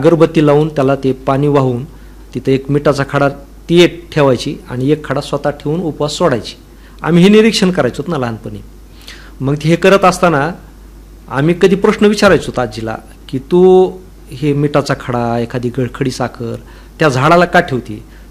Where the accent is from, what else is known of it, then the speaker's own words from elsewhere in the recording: Beed, Maharashtra, India; दुसरीपर्यंत गावात शाळेत होतो आणि तिसरीला मी बीडमध्ये संस्कार विद्यालयात शिकायला आलो.